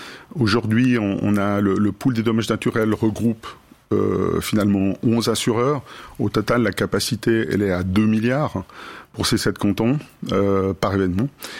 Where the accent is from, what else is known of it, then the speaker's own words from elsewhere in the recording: Romandy, Switzerland; parce qu'on est romand